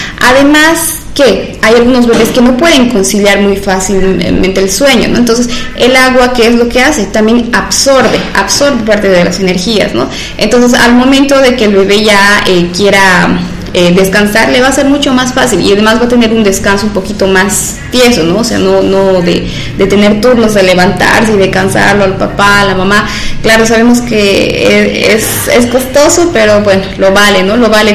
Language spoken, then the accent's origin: Spanish; Trinidad, Beni, Bolivia; nuestra hermosa ciudad de Trinidad